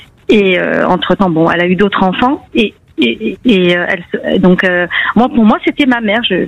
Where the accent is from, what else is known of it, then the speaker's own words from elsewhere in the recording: Versailles, Île-de-France, France; born there; Je suis née à Versailles.